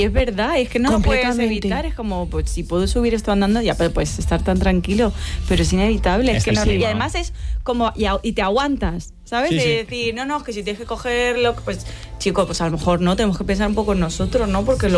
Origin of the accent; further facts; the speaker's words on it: Madrid, Community of Madrid, Spain; Entonces, esto es una cosa que yo soy de Madrid además, y a mí me resulta agotador la ciudad.